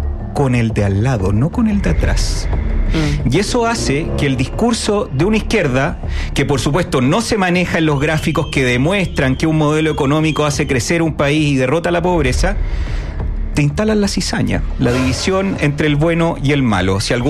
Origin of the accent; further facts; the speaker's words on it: Chile; porque nosotros somos sub-40, nos formamos, nos criamos, nos educamos en el Chile de los supercampeones